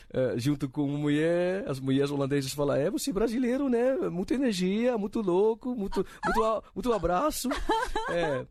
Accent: Brazil; born there; Nunca foi um segredo. Nunca foi um segredo que eu nasci no Brasil.

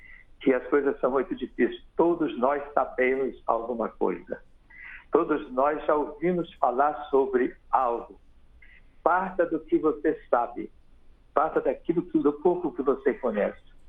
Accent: Manaus, Amazonas, Brazil; Eu sou amazonense, da cidade

